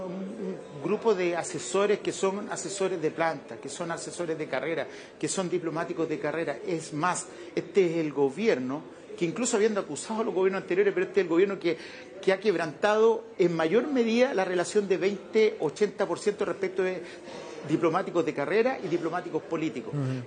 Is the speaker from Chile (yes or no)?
yes; Chile; yo soy chileno